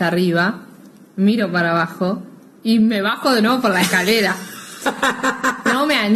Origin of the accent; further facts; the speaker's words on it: La Plata, Buenos Aires Province, Argentina; nosotros somos de La Plata